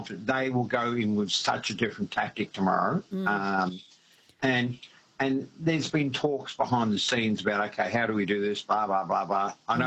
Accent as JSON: {"language": "English", "town": "Ferntree Gully", "region": "Victoria", "country": "Australia", "tie": "born or raised there", "said": "I was born and bred in Fir Tree Gully, right?"}